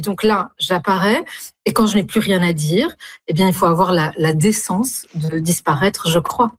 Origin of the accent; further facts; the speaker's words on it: Tunis, Tunis Governorate, Tunisia; Moi, je suis tunisienne. Je suis née à Tunis, j'ai grandi en Tuni